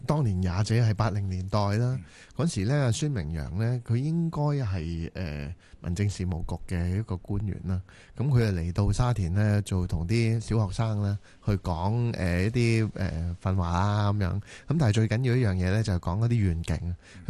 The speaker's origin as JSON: {"language": "Cantonese", "region": "New Territories", "country": "Hong Kong", "said": "原来我喺一个好伟大嘅地方，喺一个80幾萬人嘅一个社区里边。"}